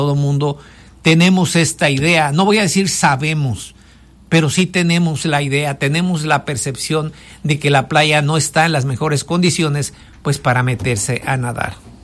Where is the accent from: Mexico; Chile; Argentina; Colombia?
Mexico; Vallecito de Zaragoza, Guerrero; now in Zihuatanejo, Mexico; le decimos también allá en algunas personas en mi pueblo, en Vallecito de Zaragoza